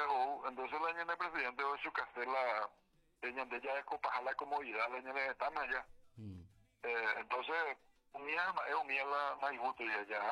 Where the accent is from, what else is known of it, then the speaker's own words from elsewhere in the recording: Paraguay; Como pueblo paraguayo, ya ni mi pea, ya ni calcula mi pea de situaciones.